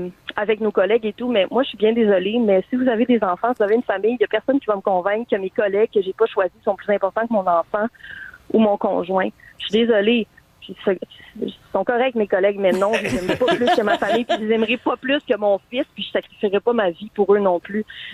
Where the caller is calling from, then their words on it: Laval, Quebec, Canada; Moi, j'habite à Laval.